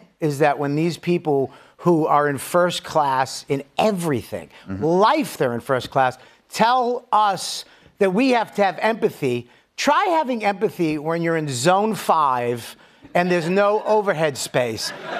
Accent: Boston, Massachusetts, United States; Aggravates me, first of all, I'm from Boston.

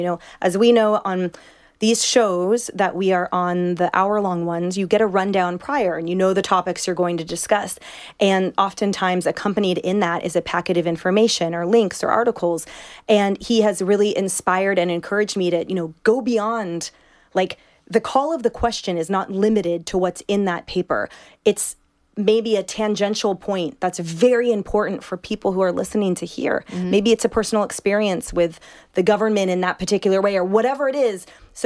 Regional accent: West Coast, United States; because we're from the West Coast, and in no way am I belittling or generalizing people who aren't

